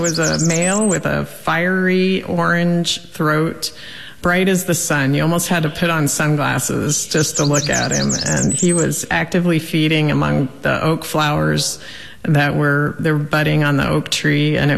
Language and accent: English; the South, United States; Well, I grew up in the South, so we have vegetation, heavy vegetation around at all times